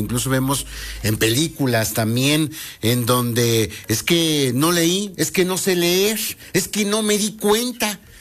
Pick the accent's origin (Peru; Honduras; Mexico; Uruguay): Mexico